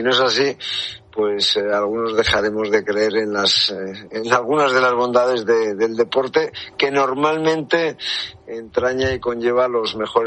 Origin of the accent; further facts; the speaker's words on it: Spain; lo que hemos vivido los españoles que estábamos en el MetLife Stadium